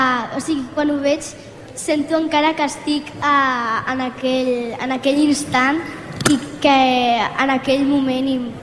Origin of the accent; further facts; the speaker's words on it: Sant Boi de Llobregat, Catalonia, Spain; Sí, per Sant Boi a mi m'encanta, són les meves arrels, Sant Boi, i és el meu poble i ho estimo moltíssim.